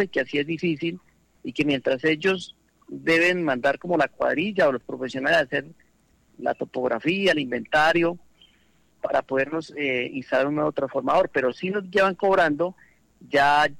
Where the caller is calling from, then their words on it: El Castillo, Meta, Colombia; del municipio del Castillo Meta